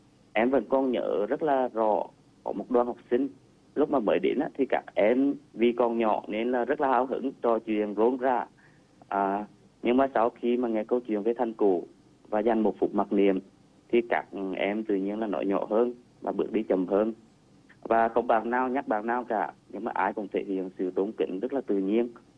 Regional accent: Quảng Trị, Vietnam; khi mà đến với Quảng Trị thì em luôn rất là muốn giới thiệu quê hương của mình.

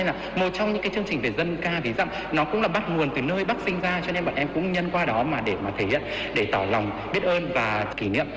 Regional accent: Nghệ Tĩnh, Vietnam; đã đưa được cái làn điệu dân ca của quê mình đến gần hơn với các bạn sinh viên, để cho các bạn hiểu đây không chỉ là di sản văn hóa của quê hương Nghệ Tĩnh, của hai tỉnh Nghệ An và Hà Tĩnh

